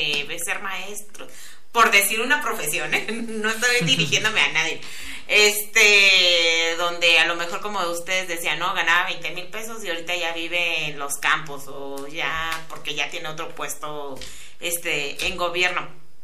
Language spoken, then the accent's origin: Spanish; Michoacán, Mexico; soy michoacana y porque aquí radico